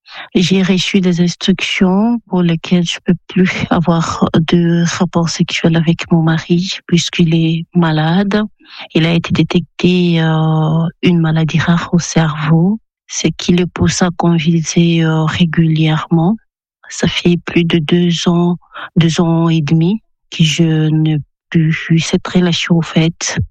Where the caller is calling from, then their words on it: Yaoundé, Centre, Cameroon; de Yaoundé, j'ai 37 ans.